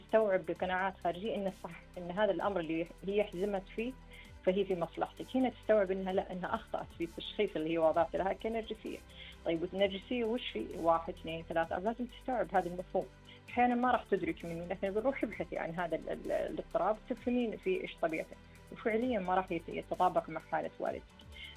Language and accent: Arabic; Saudi Arabia; أنا سعودية